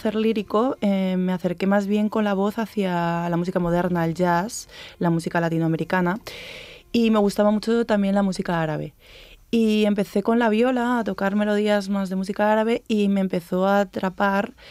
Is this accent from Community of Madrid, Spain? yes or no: yes; Madrid, Community of Madrid, Spain; yo no tengo familia andaluza, ni raíces, ni nada, aunque gran parte de mi infancia la he pasado en Madrid.